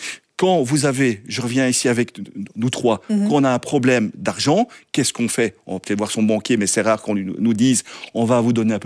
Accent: Wallonia, Belgium; j'ai beau regarder dans mes poches, je suis wallon, il y a de moins en moins de choses dans mon portefeuille

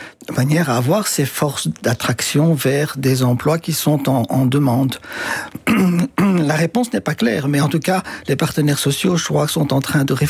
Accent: Belgium

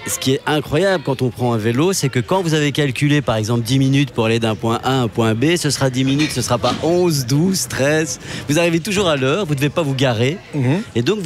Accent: Brussels, Belgium; Et donc, c'est vraiment un bon mélange, quoi. Et ça et c'était déjà comme ça quand j'étais môme.

